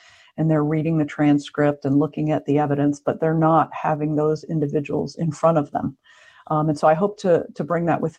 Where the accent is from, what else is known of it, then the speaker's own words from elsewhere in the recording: Florida, United States; also born or lived in Raleigh; Well, I was born in Raleigh in Wake County. My father moved around a lot when we were little, so I spent a lot of my childhood in South Florida.